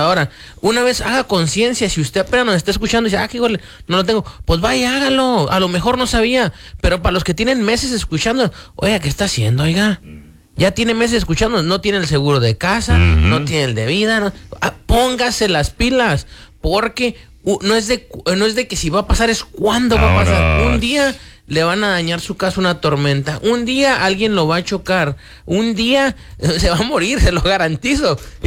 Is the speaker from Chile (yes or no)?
no; Mexico; now in United States; como venimos de México y de otros países, venimos muy tercos, somos muy tercos el mexicano, aquí tienen uno